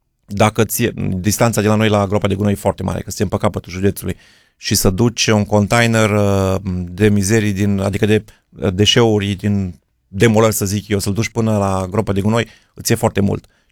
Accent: Rus, Sălaj County, Romania; Zona noastră de Valea Someșului e destul de bine dezvoltată.

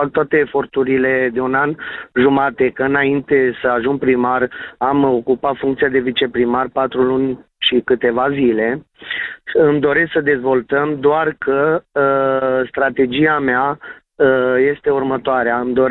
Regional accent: Romania; suntem români

